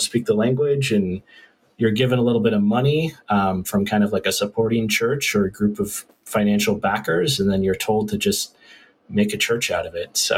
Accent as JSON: {"language": "English", "town": "Pullman", "region": "Washington", "country": "United States", "tie": "born or raised there", "also_born_or_lived": "Portland, Oregon / Belgium", "said": "when I was little, it was primarily just a college town."}